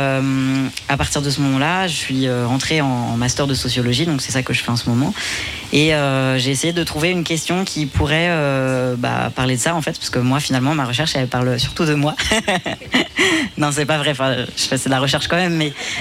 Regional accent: Nantes, Pays de la Loire, France; je suis une personne blanche aussi, citadine. Moi j'habite à Nantes à la base, donc et puis j'ai toujours habité à Nantes

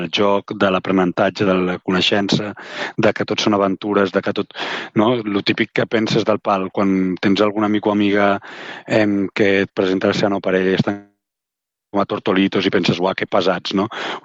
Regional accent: Gràcia, Catalonia, Spain; que soc un cantautor de la Vila de Gràcia

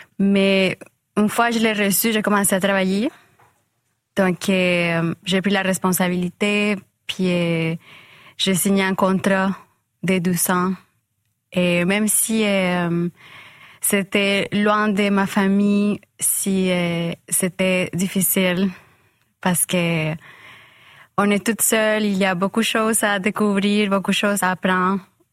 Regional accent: Colombia; French is a second language; moved away as an adult; now in Quebec, Canada; après je suis retournée en Colombie.

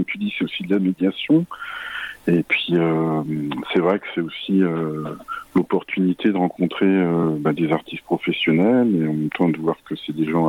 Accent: Occitanie, France; chez nous en Lozère et sur le Mont Lozère.

